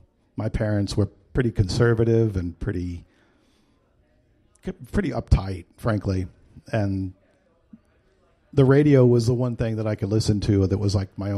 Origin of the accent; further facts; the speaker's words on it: Villa Park, Illinois, United States; moved away as an adult; also born or lived in Chicago; now in Hudson Valley, United States; I grew up just outside of Chicago, Chicago's suburb called Villa Park. And I couldn't wait to get out. So as soon as I had the opportunity, I moved into the city and I lived there for 20-some years.